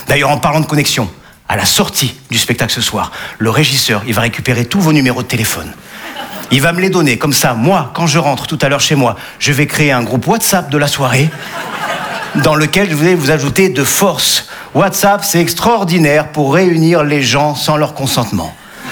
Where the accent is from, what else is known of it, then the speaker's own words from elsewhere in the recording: Nice, Provence-Alpes-Côte d'Azur, France; Eh ouais, je suis niçois, les amis. Ouais. Humour. Eh ouais, humoriste niçois.